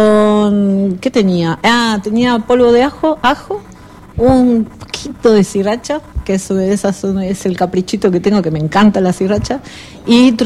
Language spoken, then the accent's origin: Spanish; Buenos Aires, Argentina; moved away as an adult; now in Patagonia, Argentina; yo soy nacida y criada en Buenos Aires y trabajé en Buenos Aires, ahí arranqué, pero ya hace 20 años que vivo acá.